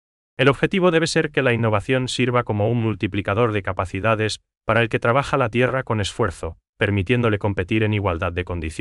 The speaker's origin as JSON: {"language": "Spanish", "country": "Paraguay", "said": "para nosotros como paraguayos"}